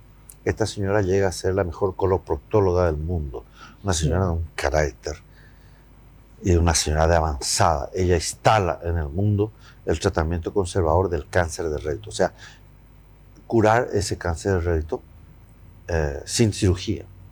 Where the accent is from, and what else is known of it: Paraguay